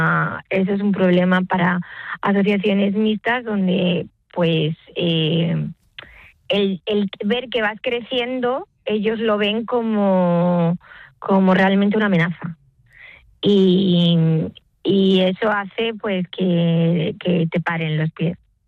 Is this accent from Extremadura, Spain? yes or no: yes; Ribera del Fresno, Extremadura, Spain; yo nunca me moví de mi pueblo, de Ribera del Fresno, un pueblo de 3.500 habitantes